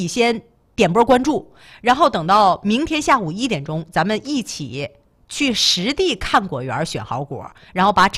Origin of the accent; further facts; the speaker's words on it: Jinzhou, Liaoning, China; 把咱们家乡锦州的好东西